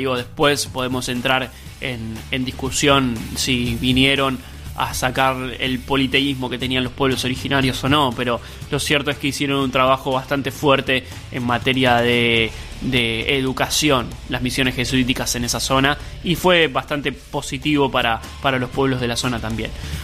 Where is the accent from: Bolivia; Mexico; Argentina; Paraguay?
Argentina